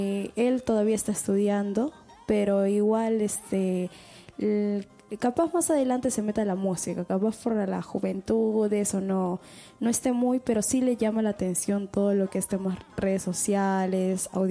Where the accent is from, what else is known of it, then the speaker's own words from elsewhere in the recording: Quilcas, Huancayo, Junín, Peru; yo también no vengo de un lugar de Quilcas, Huancayo